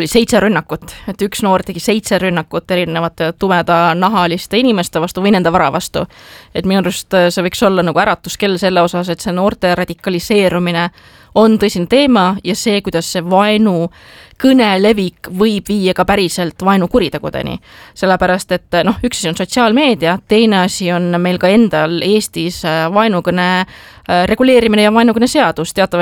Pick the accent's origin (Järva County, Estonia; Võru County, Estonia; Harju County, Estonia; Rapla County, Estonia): Harju County, Estonia; Tallinn; kuna mina olen Tallinnast ja Tallinna poliitik